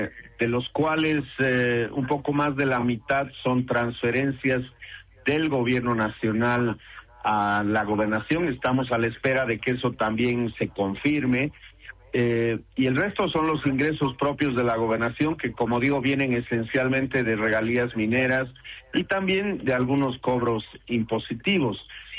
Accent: La Paz, Bolivia

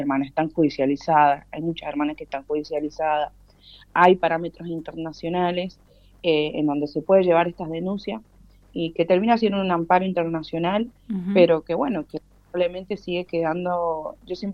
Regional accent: Argentina; nosotros como sociedad argentina

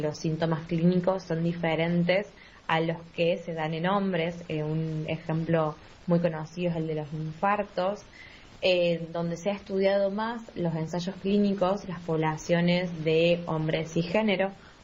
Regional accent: Córdoba, Argentina; También soy cordobesa, soy feminista.

